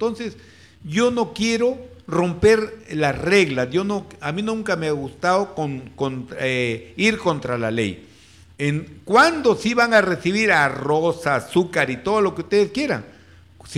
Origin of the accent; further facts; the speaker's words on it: Olmos, Lambayeque, Peru; mi pueblo de Olmos, especialmente las zonas rurales y la ciudad.